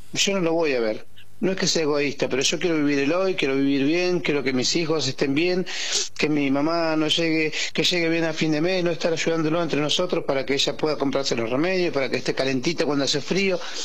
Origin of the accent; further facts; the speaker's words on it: Argentina; ojalá que como argentino este país salga adelante.